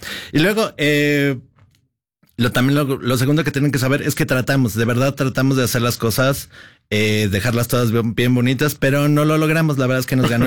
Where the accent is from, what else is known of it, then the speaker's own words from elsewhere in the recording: Mexico City, Mexico; los de la Ciudad de México